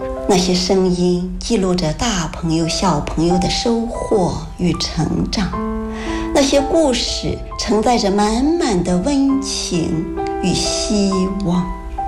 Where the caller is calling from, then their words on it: Shandong, China; 我是来自山东的